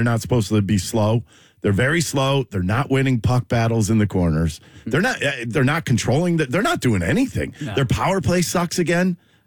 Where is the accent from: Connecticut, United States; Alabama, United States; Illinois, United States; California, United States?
Connecticut, United States; moved away; I'm from Connecticut.